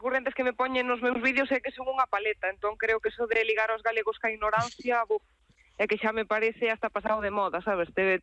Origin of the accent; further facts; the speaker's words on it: Galicia, Spain; pequena, bueno, o xeito de falar, de relacionarnos e todo, pois para min iso é o que creo que me define como galega.